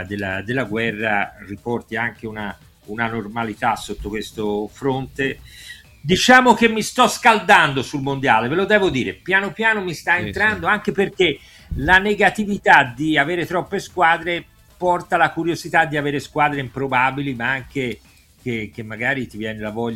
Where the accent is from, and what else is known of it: Brazil